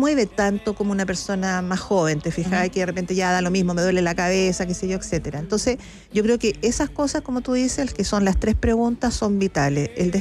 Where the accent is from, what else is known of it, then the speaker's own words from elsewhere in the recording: Chile; nosotros empezamos a viajar como chilenos también hace poco